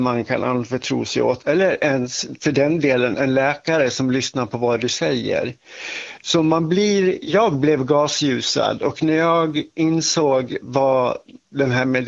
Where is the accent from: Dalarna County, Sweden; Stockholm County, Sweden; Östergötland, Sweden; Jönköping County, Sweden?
Dalarna County, Sweden; accent: Västerdalarna dialect